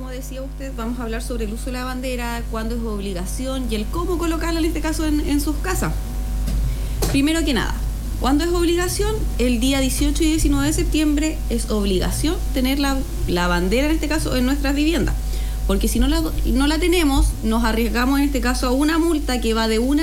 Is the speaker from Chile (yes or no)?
yes; Chile; nosotros somos chilenos todos los días del año